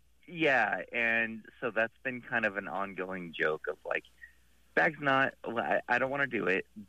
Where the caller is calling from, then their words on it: Omaha, Nebraska, United States; I'm calling from Omaha, Nebraska.